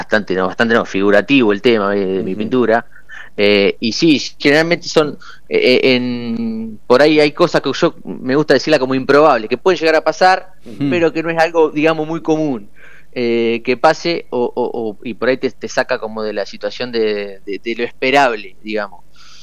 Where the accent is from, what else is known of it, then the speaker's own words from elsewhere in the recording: Azul, Buenos Aires Province, Argentina; also born or lived in La Plata; Yo soy de tal cual, soy de Azul. Bueno, sí. Después de estudiar allá en La Plata, ya me vine para acá.